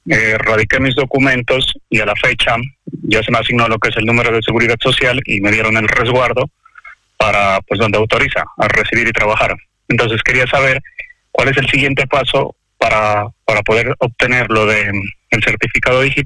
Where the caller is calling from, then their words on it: Madrid, Community of Madrid, Spain; comunico desde Madrid